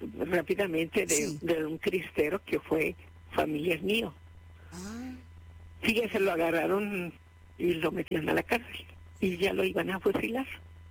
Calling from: Tijuana, Baja California, Mexico; estoy llamando de Tijuana, del fraccionamiento Soler.

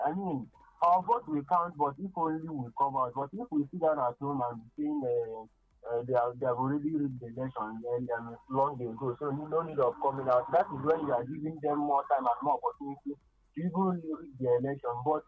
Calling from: Ogun, Nigeria; I'm calling from Ogun.

